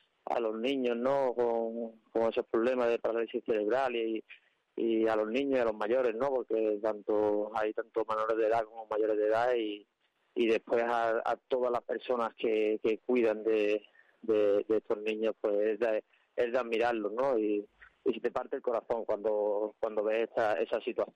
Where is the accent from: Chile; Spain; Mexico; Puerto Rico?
Spain; Seville, Andalusia; now in Salamanca, Spain; el charro adoptado, ¿no?, que llevo varios años viviendo a Salamanca, pero yo, obviamente, yo soy de Sevilla, pero bueno, ya llevo unos años viviendo aquí